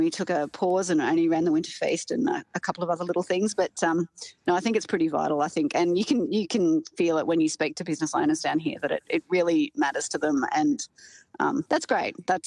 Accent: Queensland, Australia; now in Hobart, Australia; I'm from Queensland myself and I've never gotten in the water

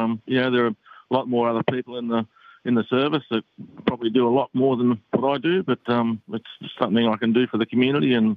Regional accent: Carpelgong, New South Wales, Australia; I'm from a little locality called Carpelgong, which is about 30 k's south of Mudgee.

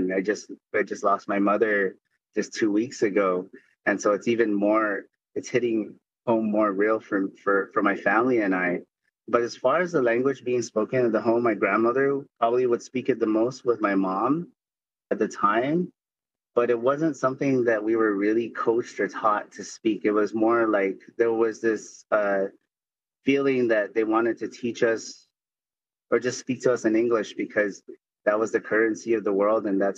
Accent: Guam; So I am of Chamorro descent, like many of us on island, on the island of Guam, born and raised on Guam.

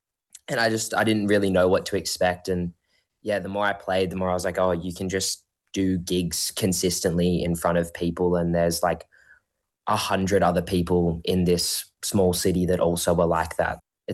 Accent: Newcastle, New South Wales, Australia; I think a lot of Australian music does, but I think especially growing up in Newcastle and being exposed to live music more as a teenager, like a young teenager

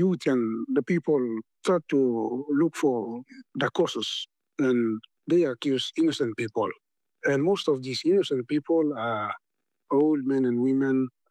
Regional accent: Simbu, Papua New Guinea; I'm from Simbu, and Simbu is the place where sorcery accusation and killing is so common.

